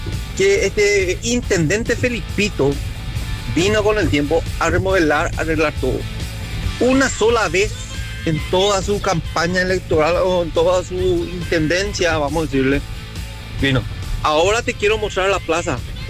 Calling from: San Lorenzo, Central, Paraguay; Yo soy de San Lorenzo

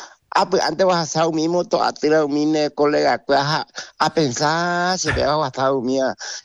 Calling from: Coronel Oviedo, Caaguazú, Paraguay; soy de Coronel Oviedo.

